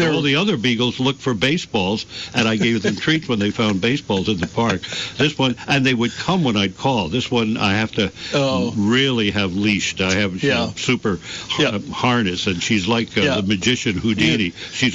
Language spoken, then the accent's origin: English; Bronx, New York, United States; Well, I'm from the Bronx, you know.